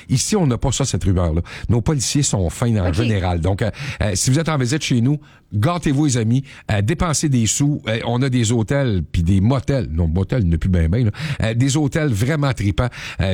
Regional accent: Quebec, Canada; c'est du gros soleil chez nous en Outaouais

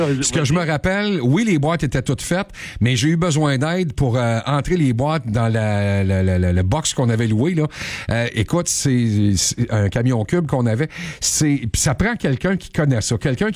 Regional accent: Canada; Ça, c'est chez nous au Canada.

